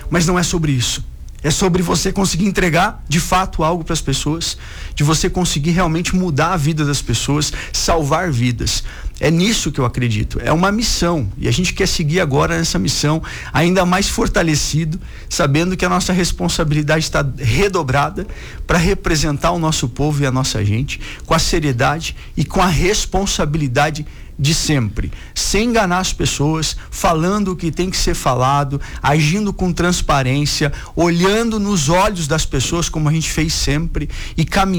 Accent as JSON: {"language": "Portuguese", "area": "Penha", "region": "Santa Catarina", "country": "Brazil", "tie": "born or raised there", "also_born_or_lived": "São Miguel (neighbourhood)", "said": "Eu sou fruto de uma escola pública. Eu nasci em bairro, me criei em bairro. Nasci no São Miguel, me criei na Penha."}